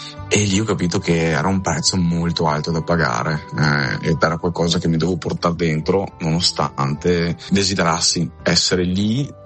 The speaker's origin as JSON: {"language": "Italian", "region": "Veneto", "country": "Italy", "said": "sono veneto, quindi il nord per me è anche il nord Italia, no? Quindi proprio fisicamente casa."}